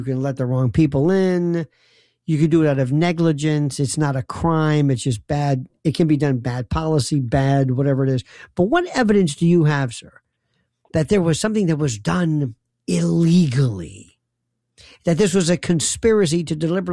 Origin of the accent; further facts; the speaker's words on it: Tampa, Florida, United States; Tampa, my hometown.